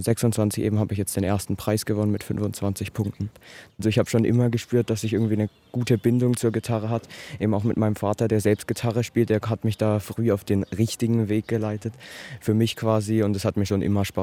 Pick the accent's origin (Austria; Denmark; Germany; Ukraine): Germany; Bamberg, Bavaria; ich bin 15 Jahre alt und ich komme aus Bamberg